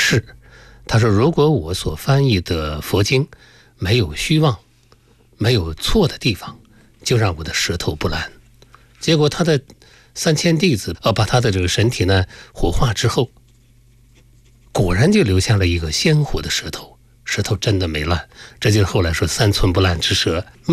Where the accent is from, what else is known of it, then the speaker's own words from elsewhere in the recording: Wuwei, Gansu, China; moved away; 就在我的老家凉州啊